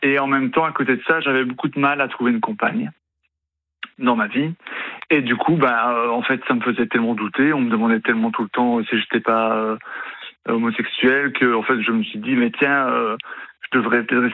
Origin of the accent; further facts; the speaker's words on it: Wallonia, Belgium; Belgique, région de Liège.